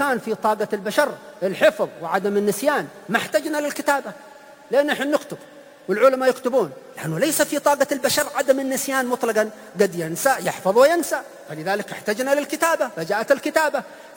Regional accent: Hadramaut, Yemen; عندنا في حضرموت في كثير من بلاد الإسلام إذا مات الميت يقرؤون القرآن

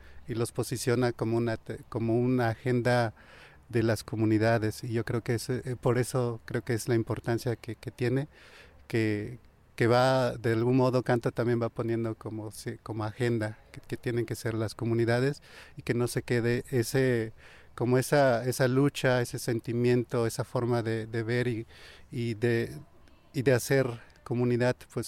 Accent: Huayacocotla, Veracruz, Mexico; soy del norte de Veracruz, de Huayacocotla.

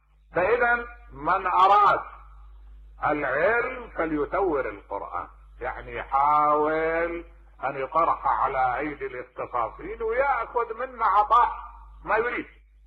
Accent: Syria; أنا شامي وما أخذتني التربية الأغاليط

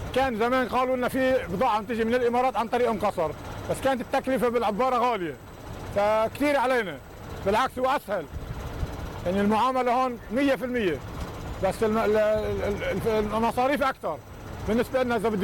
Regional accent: Lebanon; نحن كلبنانيين لا، نحن صراحه ما في ما جينا خط تجاري، نحن جينا بالمساعدات.

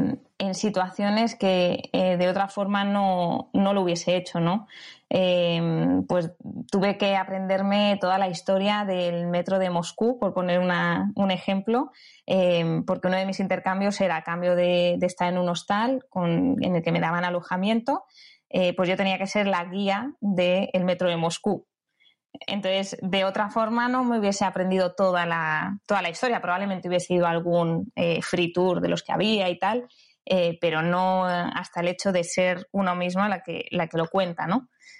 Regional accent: Community of Madrid, Spain; yo soy de Madrid, pero no de Madrid Centro, sino de Rivadavia Madrid.

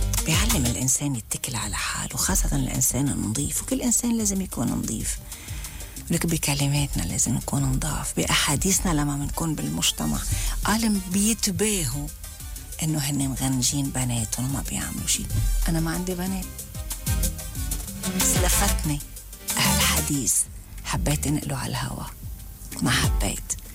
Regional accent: Lebanon; احنا ربينا ما احنا لبنانية،

